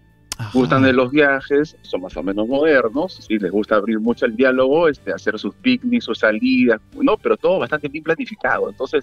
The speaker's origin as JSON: {"language": "Spanish", "country": "Peru"}